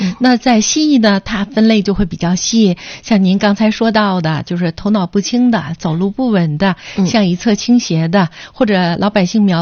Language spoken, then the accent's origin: Chinese; Northeast China, China; 我们东北人说的迷糊